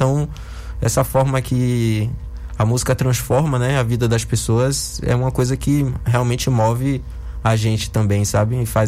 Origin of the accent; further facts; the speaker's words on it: Bahia, Brazil; eu me sinto privilegiado de ser baiano, eu tenho muito orgulho de ser baiano.